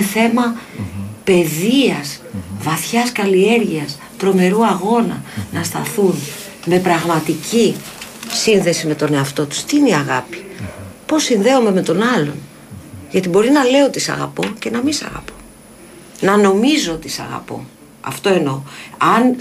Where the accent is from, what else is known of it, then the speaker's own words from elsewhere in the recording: Kefalonia, Ionian Islands, Greece; moved away; εμείς που είμαστε και από την Κεφαλονιά